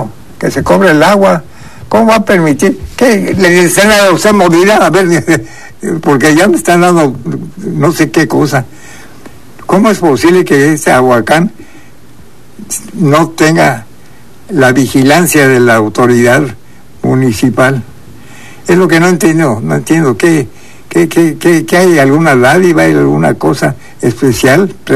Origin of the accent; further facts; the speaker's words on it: Quintana Roo, Mexico; Nosotros pertenecemos a Quintana Roo. Somos parte de Quintana Roo